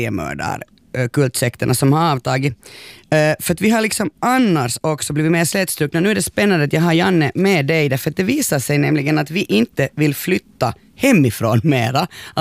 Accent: Finland; vi är ju finlandssvenskar med Janne

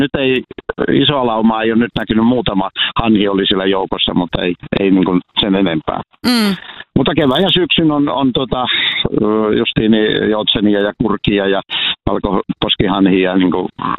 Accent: Ängesselkä, Central Finland, Finland; olen paljasjalkainen Ängesselkäläinen. Ainoastaan 6 vuotta on asunut Ängesselän ulkopuolella

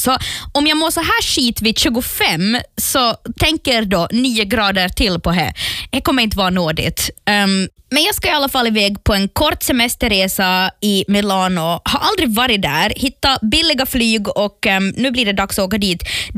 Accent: Finland; Jag är liksom så finsk född som är bara finns.

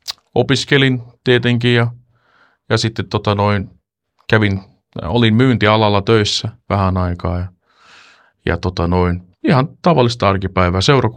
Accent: Stockholm, Stockholm County, Sweden; now in Finland; Että siellä on syntynyt ja kasvanut.

